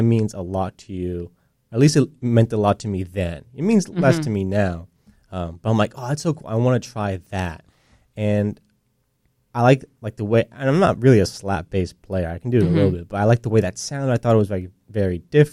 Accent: Long Island, New York, United States; growing up in New York on Long Island

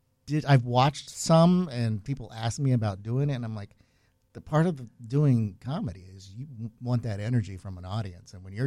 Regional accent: New Smyrna, Florida, United States; also born or lived in Panama City; No, I all over Florida, actually. I was born in Panama City.

